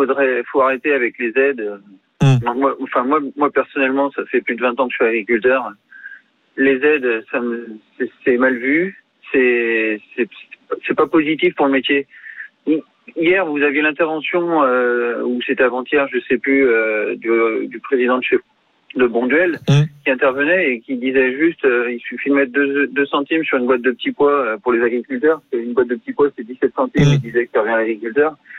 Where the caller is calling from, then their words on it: Pays de la Loire, France; je suis en Vendée sur des eaux de surface